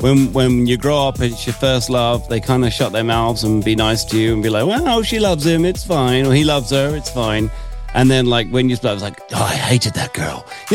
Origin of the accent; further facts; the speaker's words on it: United Kingdom; I grew up in American cars in the UK, and we had a cassette stuck in the stereo from